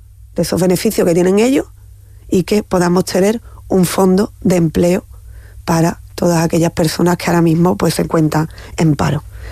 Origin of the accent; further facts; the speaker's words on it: Chipiona, Andalusia, Spain; a la de mi tierra, Chipiona.